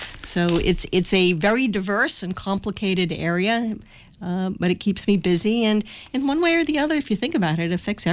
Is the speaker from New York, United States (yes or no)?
no; Framingham, Massachusetts, United States; I grew up in Framingham, so I'm a local kid and live in Metro West now